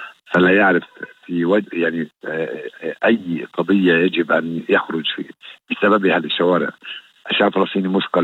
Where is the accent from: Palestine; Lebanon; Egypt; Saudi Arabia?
Palestine